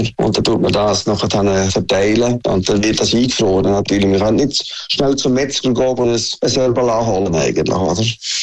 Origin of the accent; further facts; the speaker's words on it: Switzerland; moved away; Und ich bin im Buddhisholz in einer Garage aufgewachsen und hatte keine Chance gehabt für einen Betrieb über das Nein in der Schweiz eigentlich.